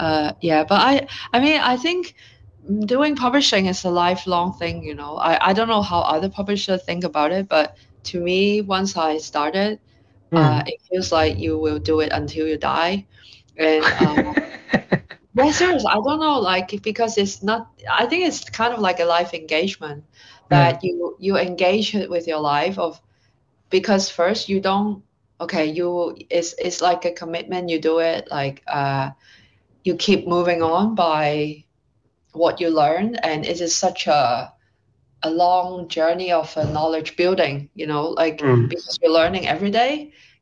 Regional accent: Hong Kong; I am someone from Hong Kong, and so like a place which you came from represent certain things, right? Like politically, socially, and obviously there is a long history of Hong Kong

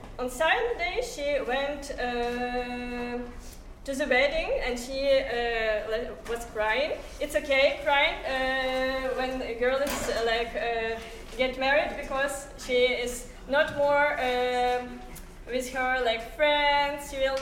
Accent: Ukraine; English is a second language; I'm from Ukraine, and I prepared two traditional songs.

